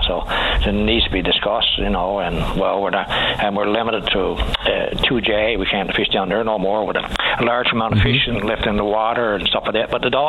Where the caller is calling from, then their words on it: Newfoundland and Labrador, Canada